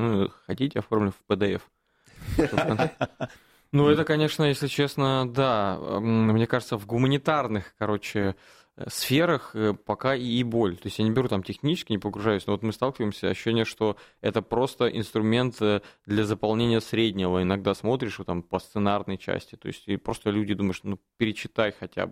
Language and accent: Russian; Voronezh, Voronezh Oblast, Russia; now in Moscow, Russia; я сам из Воронежа